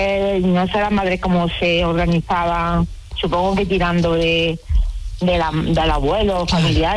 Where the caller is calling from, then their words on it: Jaén, Andalusia, Spain; yo soy de Jaén